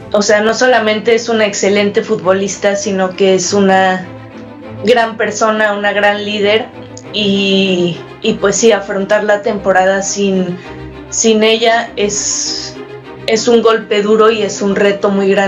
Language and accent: Spanish; Mexico; Entonces, sí, como futbolista mexicana, pues me enorgullece que haya una compañera mexicana nominada para estos premios